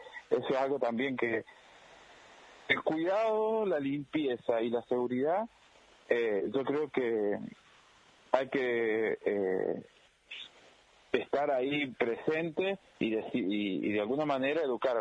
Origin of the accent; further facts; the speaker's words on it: Potrero de los Funes, San Luis, Argentina; en Potrero Los Funes, nosotros somos de acá, de Potrero Los Funes.